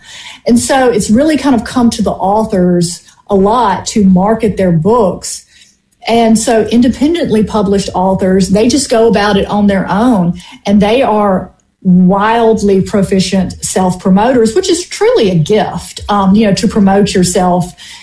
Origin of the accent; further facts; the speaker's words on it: Mississippi, United States; I'm from the Mississippi Delta. There's not a whole lot to do.